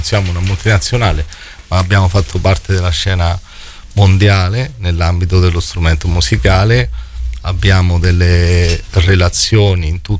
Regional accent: Marche, Italy; Per quanto mi riguarda, sono marchigiano, siamo abituati a lavorare molto a testa bassa

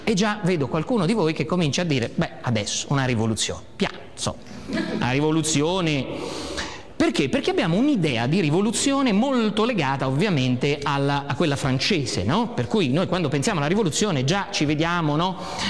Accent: Umbria, Italy; Vengo dall'Umbria

